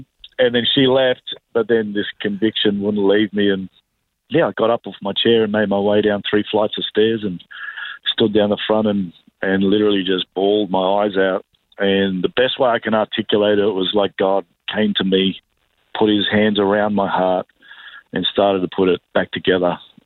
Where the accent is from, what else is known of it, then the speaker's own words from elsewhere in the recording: Sydney, New South Wales, Australia; also born or lived in New Zealand; I was actually born in New Zealand, but about 4 days later, my mum and dad moved to Sydney. So I'm a Sydney boy.